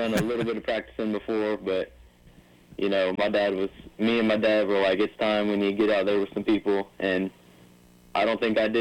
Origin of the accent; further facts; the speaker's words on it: Florida, United States; Well, I'm from Florida. You know, I've been here my whole life. I've been racing since I was about five. I'm 15 now